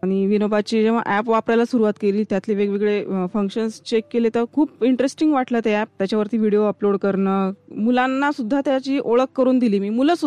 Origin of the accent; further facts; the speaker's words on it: Nashik, Maharashtra, India; माझा जन्म नाशिकचाच, पूर्ण माझं बालपण नाशिकमध्येच गेलेलं आहे. आई वडील नाशिकमध्येच राहणार आहे त्यामुळे मी प्रॉपर नाशिकची.